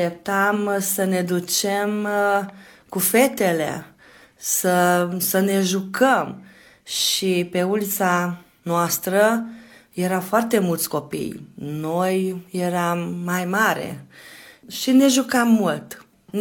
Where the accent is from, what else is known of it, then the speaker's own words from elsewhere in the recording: Micherechi, Hajdú-Bihar, Hungary; Copilăria mea mi-am petrecut-o în satul meu natal, la Michereg, și acolo trăiesc și în zilele de azi. Am copilărit ca toți copiii care stau și care au locuit într-un sat mic, drăguț, ne cunoșteam unul pe altul